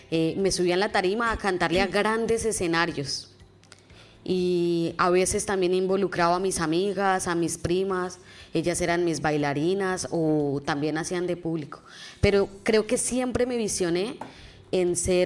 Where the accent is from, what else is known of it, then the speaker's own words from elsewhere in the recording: Boyacá, Colombia; soy boyacense y allá pues lo que más se ve es uno tener siempre su ruana, su sombrero, un traje totalmente diferente